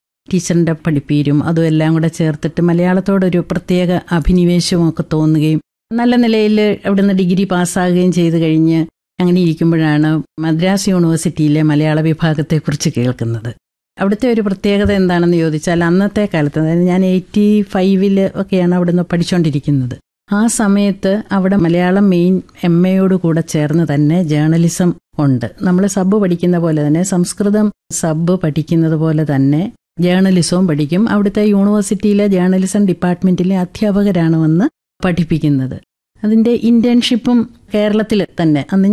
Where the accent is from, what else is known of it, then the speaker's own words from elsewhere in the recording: Elangulam, Kerala, India; എന്റെ സ്വദേശം കാഞ്ഞിരപ്പള്ളിക്കും പാലായിക്കും ഇടയ്ക്കുള്ള ഇളങ്ങുളം എന്ന് പറഞ്ഞ സ്ഥലമാണ്.